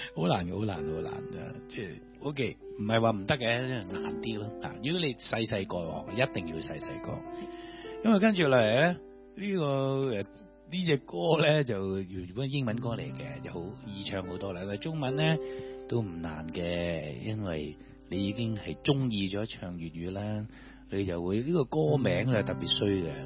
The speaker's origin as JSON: {"language": "Cantonese", "region": "Guangdong", "country": "China", "said": "我哋广东人"}